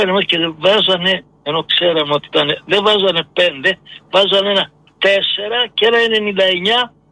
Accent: Nikaia, Attica, Greece; now in Ilion, Greece; πέρασα τα 80 όπως σου λέω, μεγάλωσα στα Μανιάτικα της Κοκκινιάς

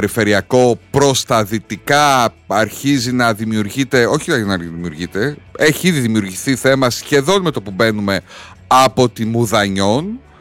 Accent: Epirus, Greece; Εντάξει, εμείς που είμαστε βλάχοι θέλουμε να το λέμε Καπρί, δηλαδή.

